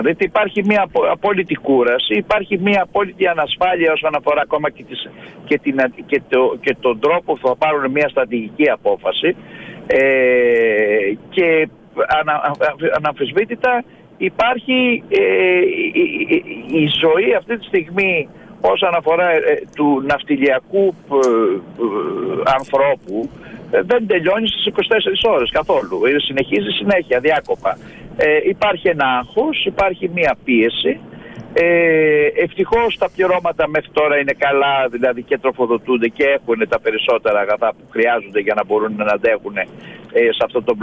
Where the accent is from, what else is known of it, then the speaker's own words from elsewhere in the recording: Greece; εμείς ως Έλληνες